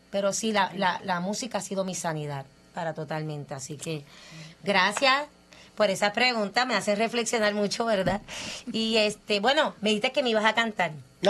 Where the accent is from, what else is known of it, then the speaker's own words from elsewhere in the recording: Puerto Rico; estoy bien contenta de estar en mi país ayudando